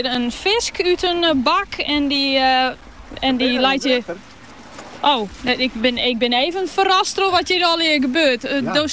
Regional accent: Sint Annaparochie, Friesland, Netherlands; ik ben opgegroeid in Sint-Anne, maar ik ben hier dus nog meer in de West.

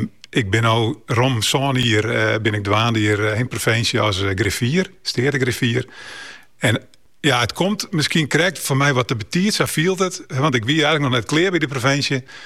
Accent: Tietjerk, Friesland, Netherlands; also born or lived in Leeuwarden; now in Wijnjewoude, Netherlands; in Leeuwarden, maar opgegroeid in Tietjerk.

